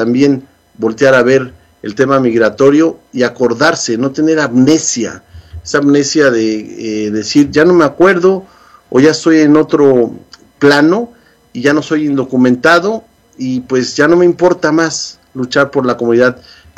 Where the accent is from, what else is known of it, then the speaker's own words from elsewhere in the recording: Mexico; now in United States; como latinoamericano, como mexicano, como paisanos